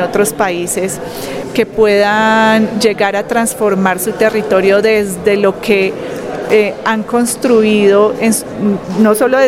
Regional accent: Cesar, Colombia; also born or lived in Manizales / Cartagena; Yo soy manizaleña, pero cesarense de corazón. Toda mi infancia o parte de mi infancia viví en La Gloria Cesar, en Aguachica Cesar, en el Bolívar también viví, en Cartagena.

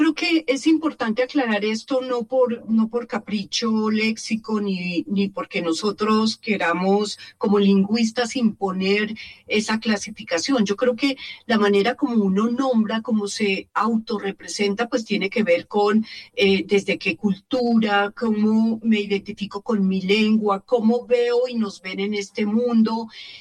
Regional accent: Colombia; Bueno, como colombianos, ¿cómo nos identificamos? Sabiendo obviamente que Colombia es un país plurilingüe, multiétnico, multicultural

